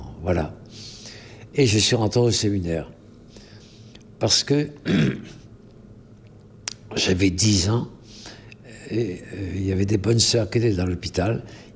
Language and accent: French; Rochefort, Nouvelle-Aquitaine, France; born there; je suis né à Rochefort, d'une famille de 15 enfants. Grande famille, magnifique, très pauvre. J'ai vécu dans la pauvreté.